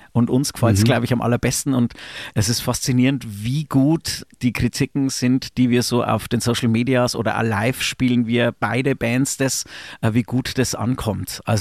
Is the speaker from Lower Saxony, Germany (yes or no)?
no; Kastl, Bavaria, Germany; also ich komme aus Kastel, heißt es, das sind 1500 Einwohner mittlerweile.